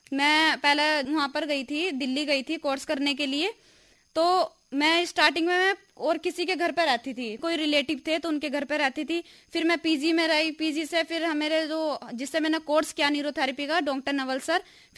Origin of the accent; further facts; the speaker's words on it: Uttar Pradesh, India; नजीबाबाद के पास एक गाँव पड़ता है इससेपुर, वहाँ की मैं रहने वाली हूँ